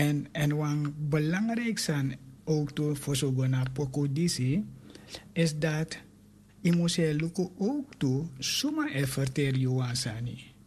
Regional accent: Suriname; Want we komen uit Suriname, dus voor ons, we zijn een Surinamer.

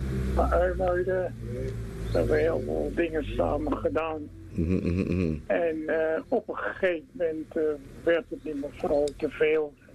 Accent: Suriname; Je weet, bij ons in Suriname toen die tijd was er geen deurbel en werd opgeklopt.

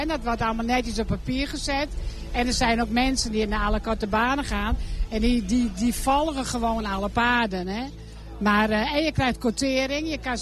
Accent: Wolvega, Friesland, Netherlands; Ja, ik kom origineel uit Wolvenga.

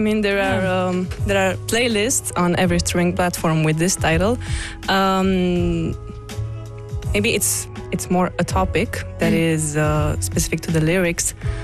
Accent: Romania; I think it's a society that I grew up around because I am from Romania and I grew up seeing them a lot

